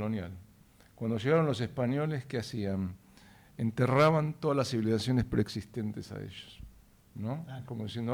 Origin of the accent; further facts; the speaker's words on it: Argentina; Y nosotros, como argentinos, parece que le tenemos miedo al gigante, ¿no?